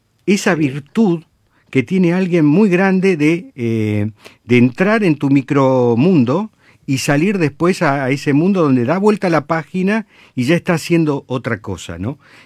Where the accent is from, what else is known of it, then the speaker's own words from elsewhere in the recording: Mar del Plata, Buenos Aires Province, Argentina; moved away; yo vengo de Mar del Plata